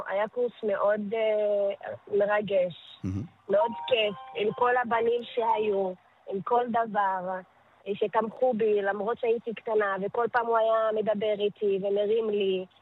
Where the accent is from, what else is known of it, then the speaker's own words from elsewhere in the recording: Tayibe, Central District, Israel; born there; כי אני נולדתי שם